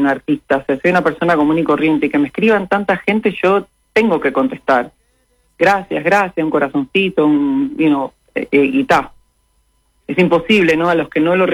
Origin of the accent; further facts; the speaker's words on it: Uruguay; now in United States; Sí, soy uruguaya.